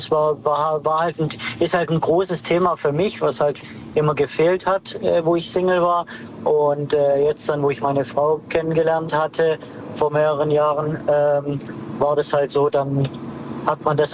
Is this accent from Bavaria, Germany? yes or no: no; Baden-Württemberg, Germany; Aus dem Schwarzwald.